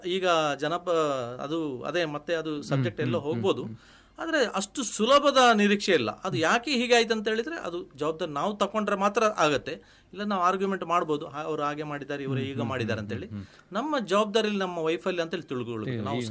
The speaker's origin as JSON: {"language": "Kannada", "area": "Dakshina Kannada district", "region": "Karnataka", "country": "India", "said": "ನಮ್ಮ ದಕ್ಷಿಣ ಕನ್ನಡ ಜಿಲ್ಲೆಯಲ್ಲಿ"}